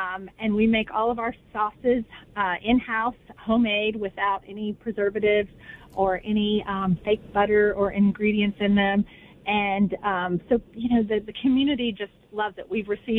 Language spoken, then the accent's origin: English; Beckley, West Virginia, United States; moved away; here I am back in my hometown in Beckley, West Virginia